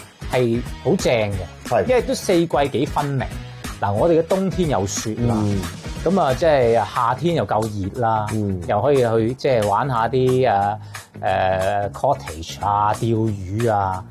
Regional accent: Canada; 啊，即系我哋身为加拿大人咧，要即系为咗自己嘅国家

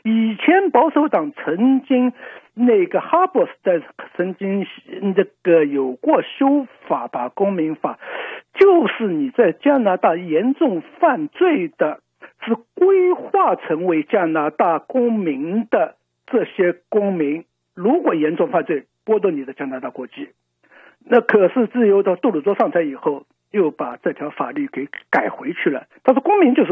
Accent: China; now in Canada

